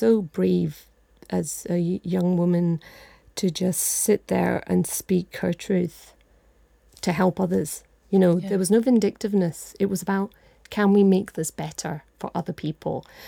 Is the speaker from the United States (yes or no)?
no; India; moved away; I was brought up in India.